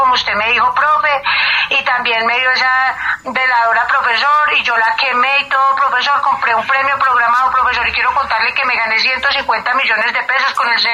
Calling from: Yolombó, Antioquia, Colombia; Los llamando acá desde la Floresta Yolombó.

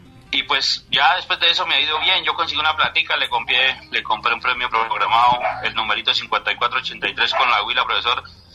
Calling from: Segovia, Antioquia, Colombia; Segovia, Antioquia.

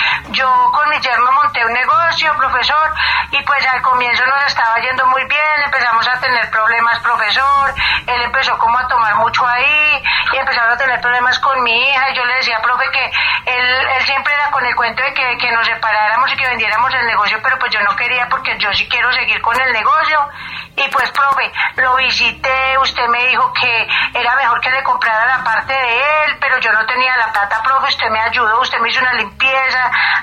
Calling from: Yolombó, Antioquia, Colombia; estoy llamando acá desde la Floresta Yolombó.

